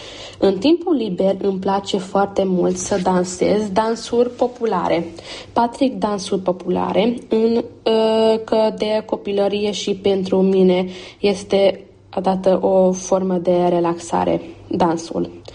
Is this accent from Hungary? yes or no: yes; Gyula, Békés, Hungary; Bună ziua … și sunt din Giula. Sunt studentă în anul întâi la Universitatea din Segedin, unde studiez limba română și cultura tradițională. Am crescut în Giula, într-o familie de naționalitate românesc.